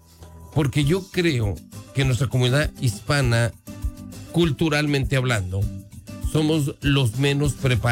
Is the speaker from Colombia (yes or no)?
no; Mexico; Bueno, Cintia y yo somos de México.